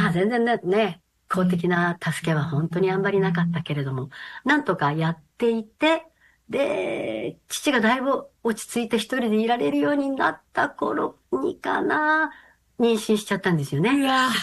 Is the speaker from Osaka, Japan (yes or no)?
no; Kyoto, Japan; moved away as an adult; now in Tokyo, Japan; 私は京都なんですけど